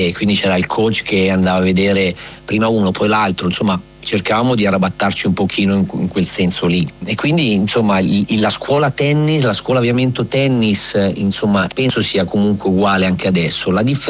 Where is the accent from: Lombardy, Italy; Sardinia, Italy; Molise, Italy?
Lombardy, Italy; Monza; ho fatto un anno in Puglia a Martina Franca col maestro Angelo Sforza, ma sono poi cresciuto sì a Monza con maestri Gambacurta e Galmozzi fino ai 20 anni.